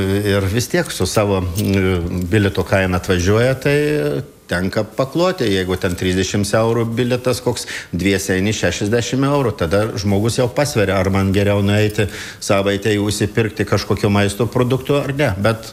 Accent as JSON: {"language": "Lithuanian", "town": "Skuodas", "region": "Klaipėda County", "country": "Lithuania", "said": "aš iš Skuodo, 350."}